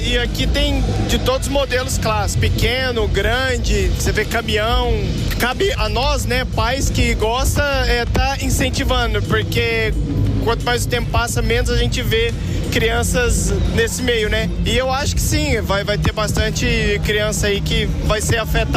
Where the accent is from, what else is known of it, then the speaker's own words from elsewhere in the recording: Primavera, Brazil; Como eu sou de Primavera, eu trouxe meu filho aqui, porque eu já sou apaixonado por carro, e ele também gosta.